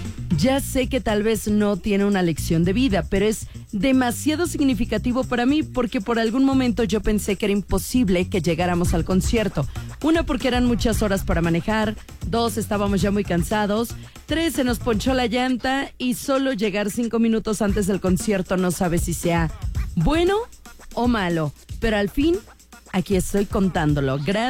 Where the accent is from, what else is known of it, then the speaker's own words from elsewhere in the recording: Lerma, Mexico; no quiere decir que porque soy de Lerma me quedaba muy cerquita, porque en aquel entonces yo no vivía por acá.